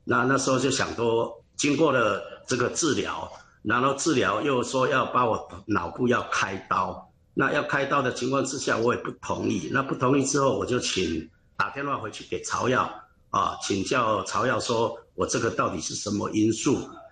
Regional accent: Taoyuan, Taiwan; moved away

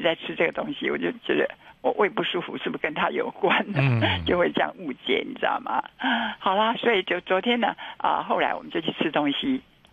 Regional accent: Taiwan; 为我们是台湾人感到光荣，

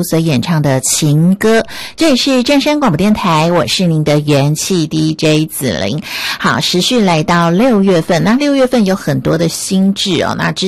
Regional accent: Taipei, Taiwan; 尤其是以我们台北人来讲的话，

